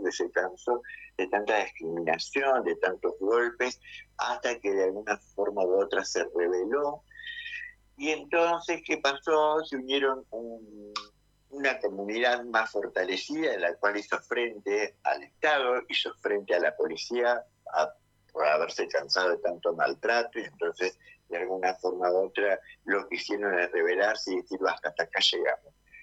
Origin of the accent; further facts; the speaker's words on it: José C. Paz, Buenos Aires Province, Argentina; Yo soy oriunda igual de José Paz. Nací en José Paz, tengo una familia que viene muy organizada políticamente